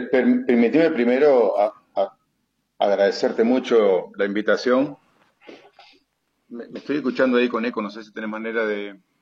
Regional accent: Uruguay; moved away; en el país de donde soy originario, que es la República Oriental del Uruguay

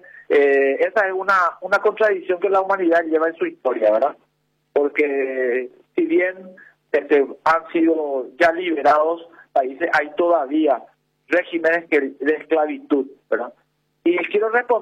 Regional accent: Paraguay; nosotros como paraguayos

